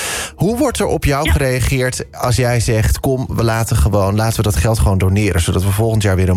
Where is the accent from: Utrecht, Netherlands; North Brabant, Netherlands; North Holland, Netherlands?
North Holland, Netherlands; Den Helder; Ik kom zelf uit Den Helder.